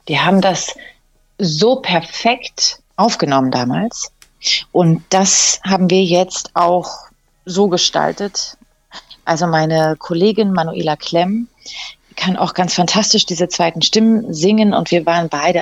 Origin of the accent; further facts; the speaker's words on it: Barby, Saxony-Anhalt, Germany; moved away; Ich komme nämlich ursprünglich aus Sachsen-Anhalt, aus Barbie.